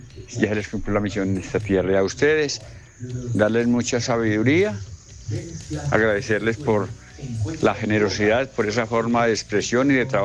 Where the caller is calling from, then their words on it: Belén de Umbría, Risaralda, Colombia; desde Belén de Umbría